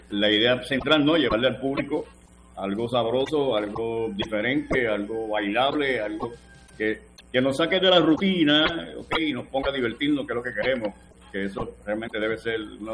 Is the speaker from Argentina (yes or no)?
no; Puerto Rico; es la realidad que somos boricuas y eso lo demostramos donde sea.